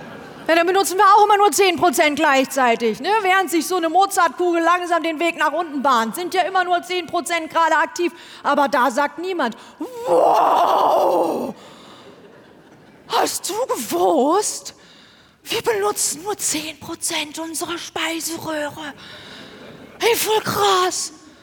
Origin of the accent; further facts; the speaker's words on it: North Rhine-Westphalia, Germany; Ich komme aus Westfalen. Als wir klein waren, hat man uns Kindern immer gesagt